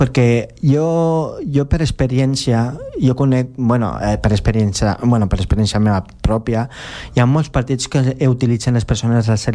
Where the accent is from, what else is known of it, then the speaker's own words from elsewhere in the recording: Philippines; jo no sóc xino, jo sóc filipí